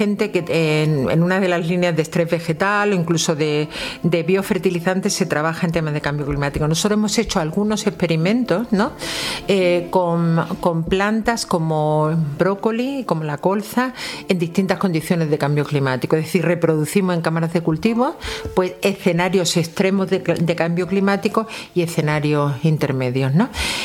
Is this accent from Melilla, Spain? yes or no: yes; Melilla, Spain; yo soy de Melilla también y siempre en casa había muchas plantas suculentas